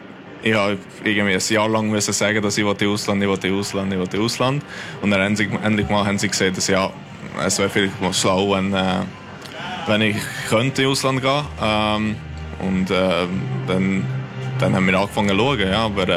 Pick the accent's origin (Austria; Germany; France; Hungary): Hungary; German is a second language; now in Switzerland; Ja, also nein, wieder bei der Nationalmannschaft würde ich immer für Ungarn spielen. Also, ja. Das ist mein Heimatland.